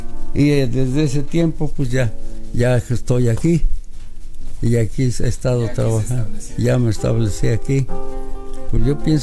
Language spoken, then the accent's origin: Spanish; Cazotitlán, Hidalgo, Mexico; now in San Bartolo, Mexico; Pero yo no soy de aquí, soy de Cazotitlán, Hidalgo.